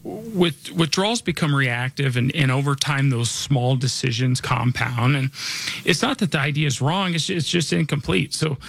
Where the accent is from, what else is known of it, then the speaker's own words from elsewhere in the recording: Denver, Colorado, United States; I was born and raised here in Denver.